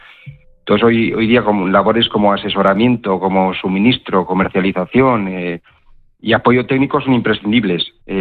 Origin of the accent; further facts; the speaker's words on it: Navarre, Spain; nosotros somos de La Valdorba y de Dujue, tanto los socios como quienes trabajamos somos de aquí, de la zona, estamos muy unidos a nuestra tierra.